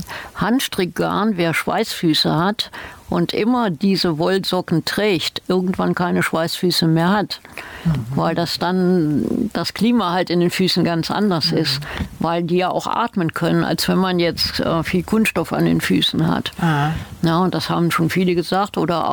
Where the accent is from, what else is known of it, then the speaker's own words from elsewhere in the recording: Aachen, North Rhine-Westphalia, Germany; Ich komme ja gebürtig aus Aachen.